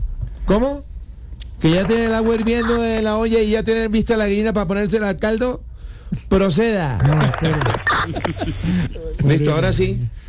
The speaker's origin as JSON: {"language": "Spanish", "region": "Caribbean Region", "country": "Colombia", "said": "Mi coterráneo."}